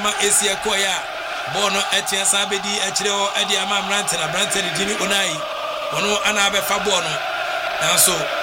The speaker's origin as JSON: {"language": "English", "town": "Anomabu", "region": "Central Region", "country": "Ghana", "said": "from Aye Anomabu. But now listening to you at Kasua, if France win, I will be happy. But because I'm from Ghana and Africa citizen, I wish Morocco will win."}